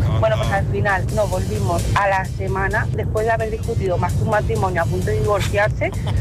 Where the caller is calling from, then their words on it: Madrid, Community of Madrid, Spain; de Madrid.